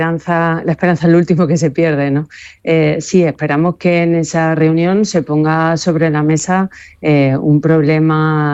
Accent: Ceuta, Spain; Los primeros afectados somos los ceutíes

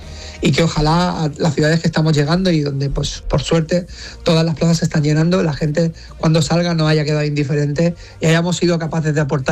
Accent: L'Hospitalet de Llobregat, Catalonia, Spain; Soy nacido en Barcelona, soy de Hospitalet, catalán

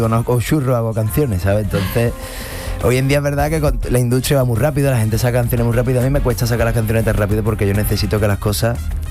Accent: Sanlúcar de Barrameda, Andalusia, Spain; con mi productor allí en mi tierra, en Sanlúcar de Barrameda, los primeros singles.

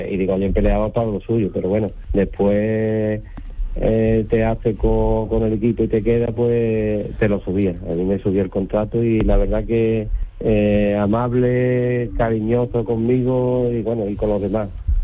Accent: Cádiz, Andalusia, Spain; aquí a Cádiz, a mi pueblo

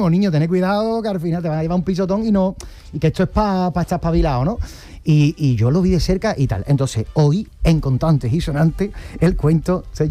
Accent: Cádiz, Andalusia, Spain; nosotros somos de Cádiz, y entonces en Cádiz no nos tocaba

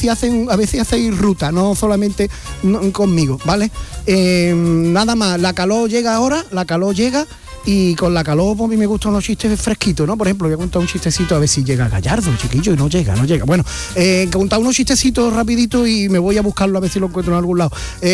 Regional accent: Jerez de la Frontera, Andalusia, Spain; cómico, humorista de aquí de Jerez de la Frontera, donde se come las papas enteras, aquí en mi tierra.

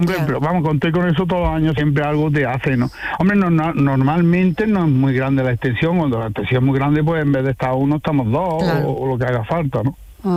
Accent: Córdoba, Andalusia, Spain; Yo soy de Córdoba, sí.

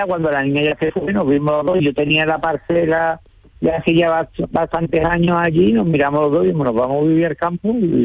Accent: Dos Hermanas, Andalusia, Spain; moved away as an adult; now in Lagos del Serrano, El Ronquillo, Spain; Yo soy de toda la vida de Dios, de Montequinto.

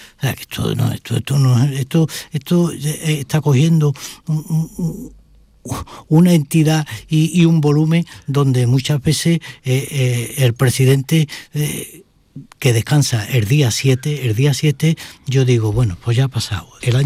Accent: Seville, Andalusia, Spain; yo soy muy sevillano, por cierto, mi mujer es malagueña.

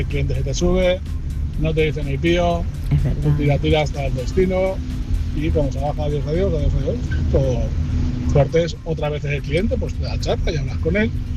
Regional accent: Balearic Islands, Spain; Buenas tardes, programa del Yuyu. … taxista de Mallorca.

